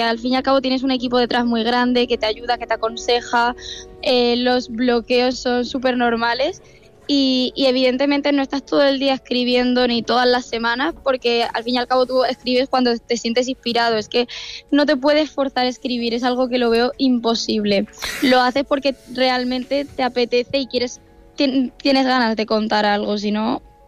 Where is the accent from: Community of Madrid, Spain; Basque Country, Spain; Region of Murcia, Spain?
Region of Murcia, Spain; Murcia; De Murcia capital, exactamente. De centro. De hecho, cuando me confunden con el acento, digo, no puede ser, si es súper reconocible.